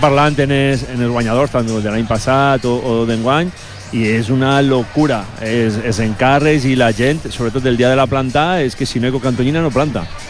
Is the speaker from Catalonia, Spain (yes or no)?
no; Santa Pola, Valencian Community, Spain; Jo soc de Santa Pola